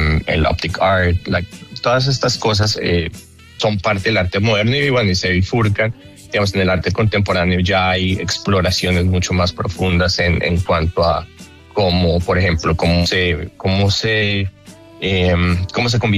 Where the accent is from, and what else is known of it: Colombia; now in United States